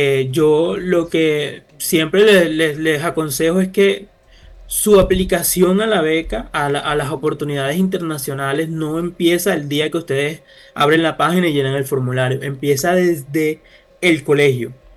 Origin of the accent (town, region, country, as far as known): Colombia; now in Istanbul, Turkey